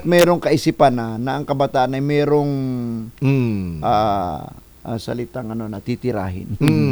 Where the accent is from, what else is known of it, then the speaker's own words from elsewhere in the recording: Quezon, Philippines; Nung ako'y 13 anyos, pag nabagyo dun sa amin sa Quezon, mas gusto naming nabagyo.